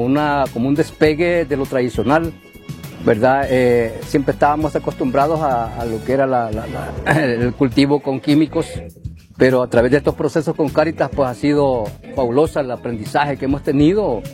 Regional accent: Tecapán, Usulután, El Salvador; vengo de Cantón Gualache, municipio de Tecapán.

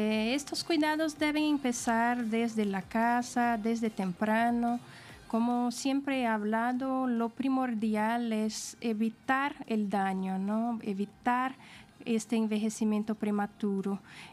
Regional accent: São Paulo, Brazil; moved away as an adult; now in Santa Cruz de la Sierra, Bolivia; Soy de Brasil, San Paulo, pero vivo hace 9 años en esta ciudad maravillosa

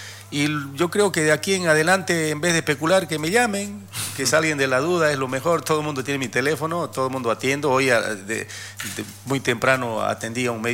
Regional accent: Yacuiba, Tarija, Bolivia; en mi pueblo, en Yacuiba

